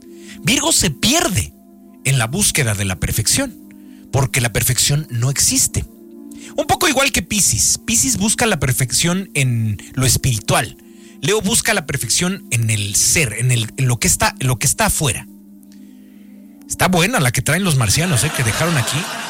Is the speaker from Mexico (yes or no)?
yes; Mexico; yo crecí en la Flores Magón